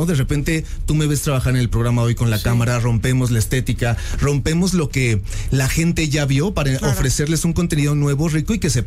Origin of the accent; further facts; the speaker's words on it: Mexico; Hay un valor que nosotros como mexicanos tenemos que se llama el regateo